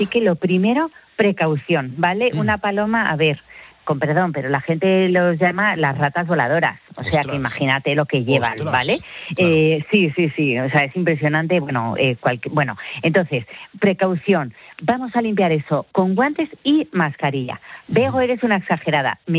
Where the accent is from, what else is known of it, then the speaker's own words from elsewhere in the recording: Spain; De la vera, por supuesto, que para eso somos españoles y vamos a tirar a nuestra tierra.